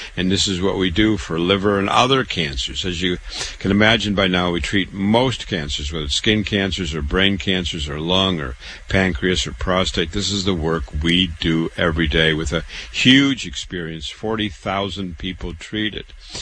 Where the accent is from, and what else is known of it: Waterloo, Iowa, United States; born or raised there